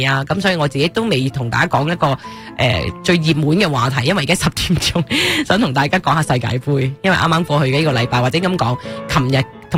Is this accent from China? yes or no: no; Canada; 我哋作为加拿大人嘅话啦，吓亚省